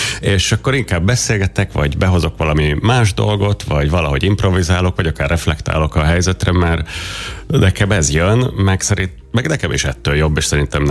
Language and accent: Hungarian; Budapest, Hungary; édesapám szíriai, de igazából ez nem annyira van bennem. Szóval én itt Budapesten születtem, nőttem föl, és nem beszélek arabul